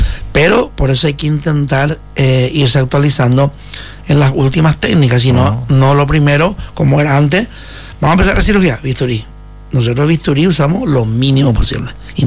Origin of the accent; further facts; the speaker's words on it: Paraguay; moved away as an adult; also born or lived in Brazil / Spain; Yo soy paraguayo, soy paraguayitina, y me fui a Brasil primero, después me fui a España